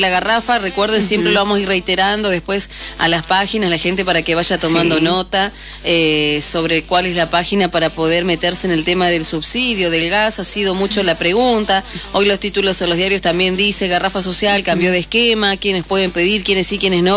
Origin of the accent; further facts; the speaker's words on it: Victoria, Entre Ríos, Argentina; born there; now in Rosario, Argentina; Si bien soy nacido en Victoria y me fui a Rosario hace muchos años, pero vengo cada 15 días.